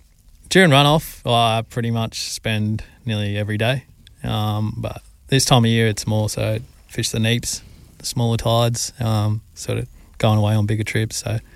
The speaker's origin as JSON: {"language": "English", "town": "Canberra", "region": "Australian Capital Territory", "country": "Australia", "lives_now": "Darwin, Australia", "said": "No, I'm from Canberra originally. So I've been up here since I started guiding, so it's nearly 5 years."}